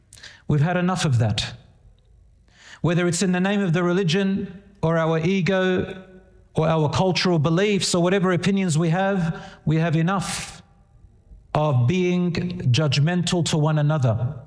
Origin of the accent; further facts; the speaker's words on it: Australia; born there; I was born in Australia. I was raised in the West like most of you. I studied overseas as well and got to see both cultures and both worlds.